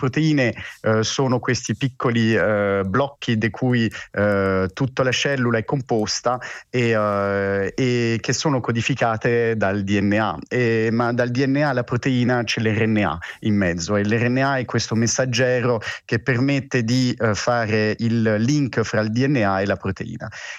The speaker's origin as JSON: {"language": "Italian", "country": "France", "second_language": "Italian", "moved": "as an adult", "lives_now": "Italy", "said": "Io da francese, la testimonianza, ho fatto il dottorato in un istituto di CNRS nel sud della Francia, a Montpellier"}